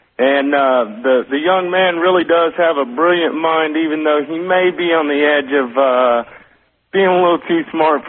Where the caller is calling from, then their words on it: Austin, Texas, United States; I'm calling from Austin, Texas. Austin, Texas.